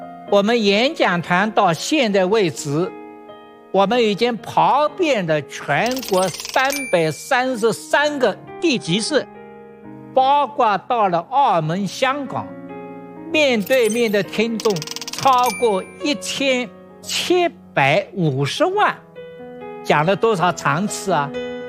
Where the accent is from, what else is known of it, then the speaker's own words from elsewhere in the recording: Suzhou, Jiangsu, China; 我老家苏州